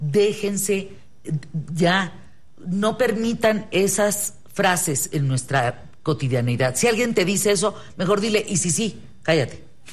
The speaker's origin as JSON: {"language": "Spanish", "country": "Mexico"}